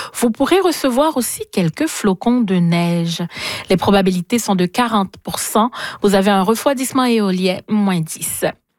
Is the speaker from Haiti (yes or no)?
yes; Haiti; moved away; j'ai grandi en Haïti